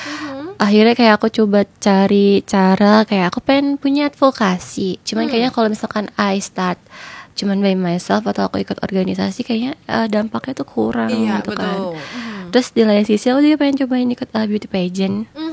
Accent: Indramayu, West Java, Indonesia; aku asalnya kan dari Cirebon, Indramayu.

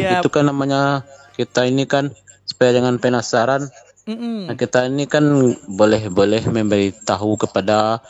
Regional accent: Pariaman, West Sumatra, Indonesia; now in Agam Regency, Indonesia; saya ini kan aslinya Pariaman. Karena saya ini berdomisili di Kabupaten Agam, di balik Gunung Letterway

